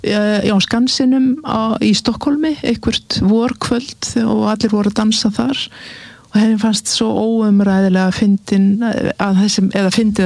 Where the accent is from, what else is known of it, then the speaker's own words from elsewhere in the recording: Akureyri, Northeastern Region, Iceland; Fæðst og verið uppalinn og gengið í skóla kerfið á Akureyri.